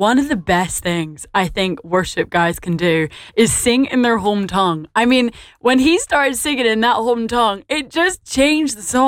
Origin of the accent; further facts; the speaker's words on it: Scotland, United Kingdom; I'm Scottish and I'm a worship leader as well. And whenever I sing my Scottish tongue, I'm like, wow, this has a different kind of power and flavor to it.